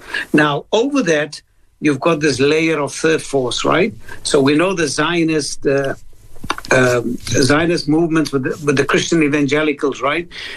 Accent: South Africa; moved away as an adult; also born or lived in Malaysia; now in Perth, Australia

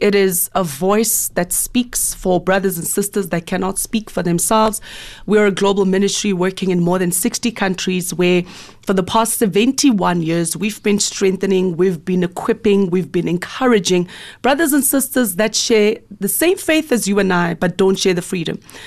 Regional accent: Johannesburg, Gauteng, South Africa; And I was born and bred in Johannesburg. I've lived here for 34 years by God's grace.

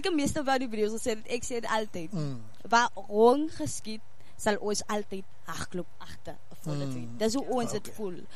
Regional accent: Calitzdorp, Western Cape, South Africa; moved away; ek is oorspronklik van Calisdorp

